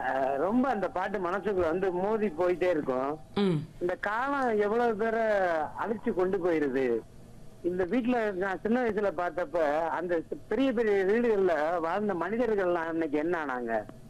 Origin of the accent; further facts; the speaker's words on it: Madurai, Tamil Nadu, India; now in Karaikudi, India; நான் பிறந்து வளர்ந்ததுதான் மதுரை தான்